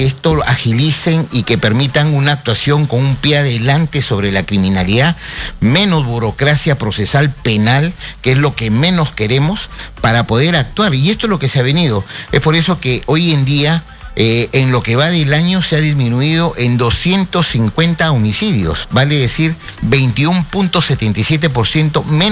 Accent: Peru; todos somos peruanos

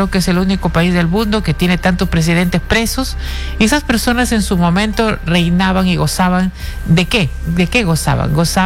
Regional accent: Peru; como peruana también tengo que hacer una pequeña mención

